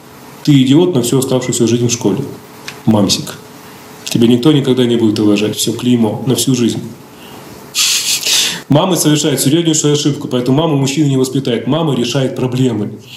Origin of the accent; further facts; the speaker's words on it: Komsomolsk-on-Amur, Khabarovsk Krai, Russia; Я вырос в Комсомольске-на-Амуре. Это город, который был построен на месте Амурлага.